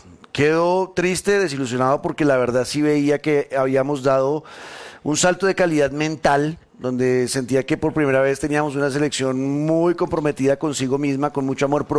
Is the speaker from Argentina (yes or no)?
no; Colombia